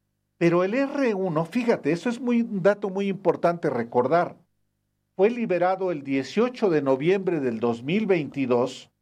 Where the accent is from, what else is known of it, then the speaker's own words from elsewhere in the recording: Jalisco, Mexico; moved away; en el municipio de Atotonilco el Alto, allá en mi tierra, en Jalisco